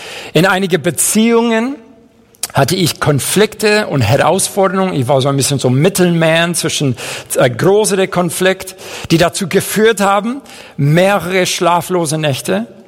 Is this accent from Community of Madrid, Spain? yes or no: yes; Madrid, Community of Madrid, Spain; German is a second language; also born or lived in Seville / near Chicago; now in Fischbach, Germany; ich bin in Großstadt Madrid aufgewachsen, bin in Sevilla geboren, Madrid aufgewachsen, dann bin ich umgezogen in die Nähe von Chicago und jetzt wohne ich in der nächste große Weltstadt, Fischbach.